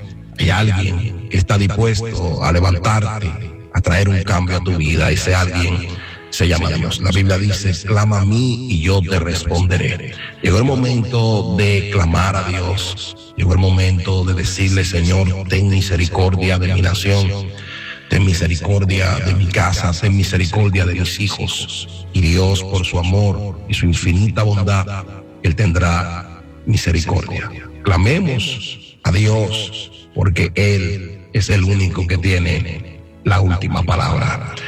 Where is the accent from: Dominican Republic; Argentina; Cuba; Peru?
Dominican Republic; tembló en mi país, República Dominicana.